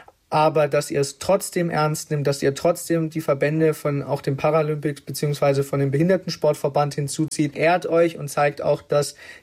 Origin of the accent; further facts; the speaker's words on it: Erlangen, Bavaria, Germany; Wenn ich sage, ich komme aus Erlangen, können die Leute damit nicht so richtig was anfangen.